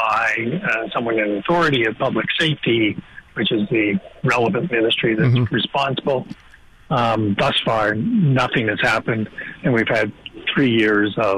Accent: Canada; And I don't think that's how we see ourselves as Canadian citizens or as the nation of Canada.

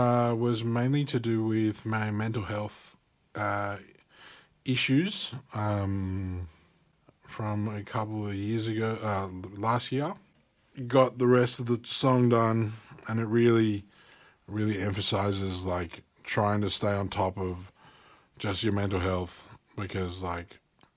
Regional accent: Sydney, New South Wales, Australia; now in Wagga Wagga, Australia; I'm originally from Sydney, and I'm trying to find a dog-friendly place up there.

